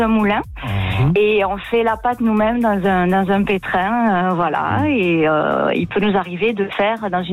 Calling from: Balma, Occitanie, France; À côté, à Balma, côté de Toulouse.

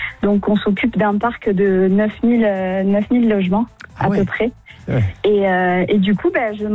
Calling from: Artiguelouve, Nouvelle-Aquitaine, France; j'habite à Artigueloube, à côté de Pau.

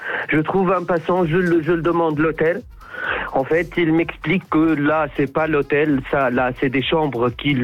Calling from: Istanbul, Turkey; Je suis à Istanbul actuellement

